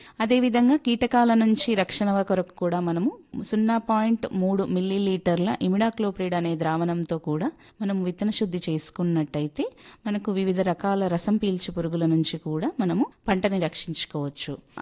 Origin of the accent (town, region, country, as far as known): Telangana, India